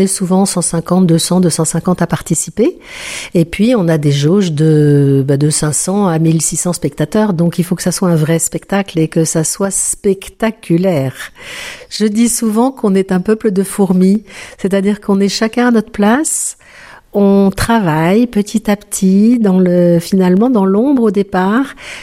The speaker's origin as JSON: {"language": "French", "town": "Lyon", "region": "Auvergne-Rhône-Alpes", "country": "France", "tie": "born or raised there", "said": "J'ai grandi à Lyon."}